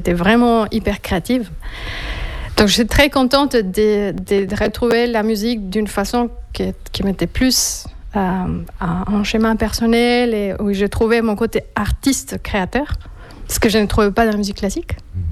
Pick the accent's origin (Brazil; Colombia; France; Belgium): Colombia; French is a second language; moved away as an adult; also born or lived in Freiburg, Germany; je suis retournée en Colombie.